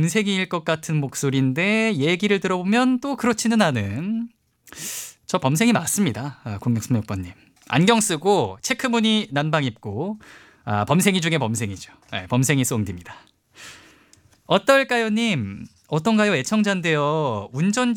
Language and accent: Korean; Ulsan, South Korea; born there; moved away; 제가 사실 태어난 곳이 울산입니다.